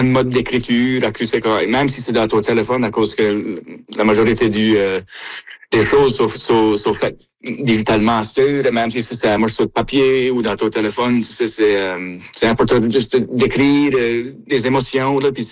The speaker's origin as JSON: {"language": "French", "town": "Baie-Sainte-Marie", "region": "Nova Scotia", "country": "Canada", "accent": "Baie-Sainte-Marie", "said": "moi, notre accent à la Baie-Sainte-Marie, dans le sud-ouest de la Nouvelle-Écosse, c'est un peu potin comparé à le restant de la francophonie."}